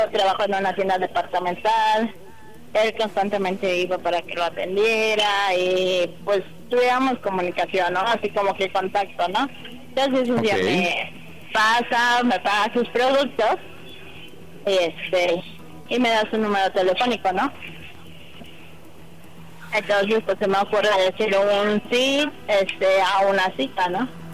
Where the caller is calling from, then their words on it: Mexico City, Mexico; De la Ciudad de México.